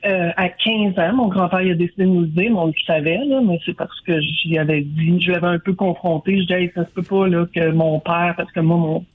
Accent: Ottawa, Ontario, Canada; born there; On est nés à Ottawa, puis ils nous mettaient à la crèche pour être adoptés.

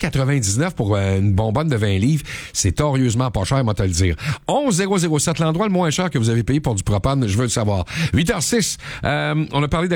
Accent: Quebec, Canada; chez nous, en Outaouais

